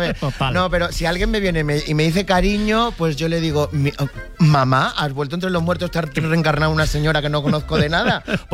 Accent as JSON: {"language": "Spanish", "region": "Balearic Islands", "country": "Spain", "said": "soy mallorquín. Los mallorquines no somos simpáticos, por naturaleza."}